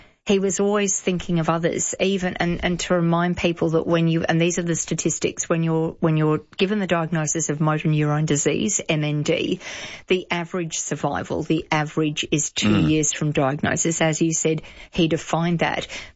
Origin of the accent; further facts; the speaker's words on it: England, United Kingdom; What I will share with you is I did a lot of my growing up in England at one point